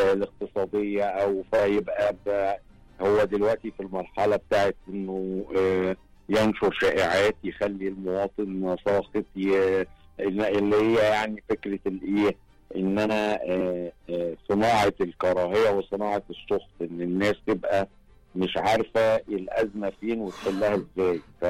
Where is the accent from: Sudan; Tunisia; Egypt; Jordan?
Egypt; فأنا لما أتكلم في حاجة أتكلم كمصري، ولما أحب أطرح مشكلة أطرحها كمصري